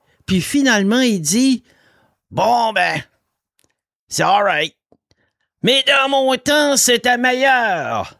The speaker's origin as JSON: {"language": "French", "region": "the Maritimes", "country": "Canada", "said": "on vient des Maritimes"}